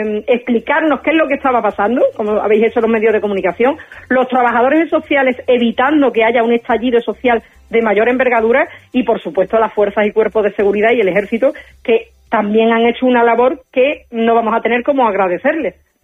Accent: Ceuta, Spain; yo me siento profundamente orgullosa de ser española y por suerte he nacido 20 kilómetros más para acá y soy de Ceuta.

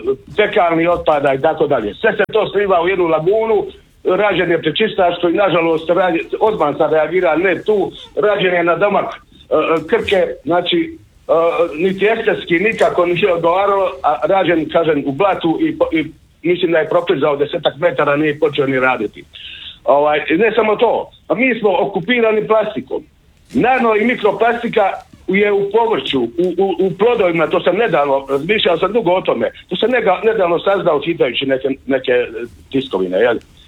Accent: Knin, Šibenik-Knin County, Croatia

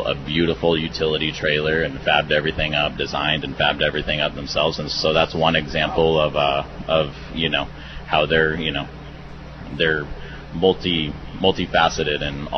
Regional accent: Edgewood, California, United States; moved away; I grew up in Siskiyou County on a large, dusty ranch

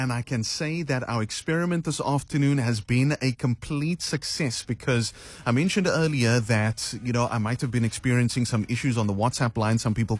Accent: Cape Town, Western Cape, South Africa; I grew up in Balhar, old Balhar.

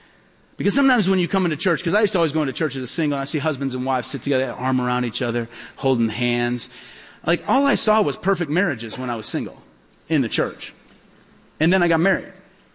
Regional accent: Peoria, Illinois, United States; born or raised there

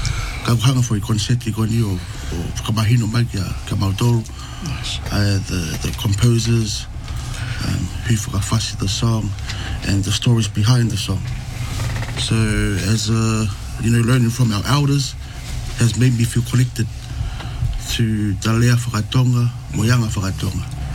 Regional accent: New Zealand; Growing up in New Zealand, we are surrounded with so many different cultures and influences

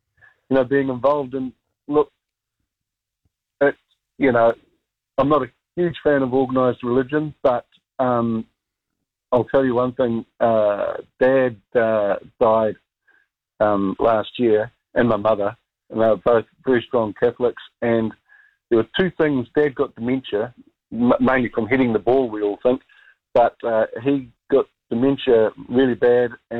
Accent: Gisborne, New Zealand; I often say to people that growing up in Gisborne in the 80s was the roughest place, you know, you could be if you were young, too drunk, and swaggering around the place

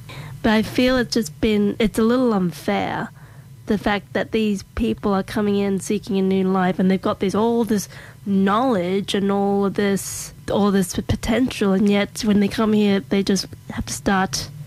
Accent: Australia; also born or lived in Los Angeles, United States; So every time I would say I'm Australian, they go like, oh my God, Chris Hemsworth. And I'd say my father's from England.

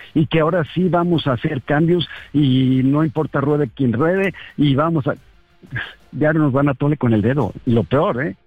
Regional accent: Mexico

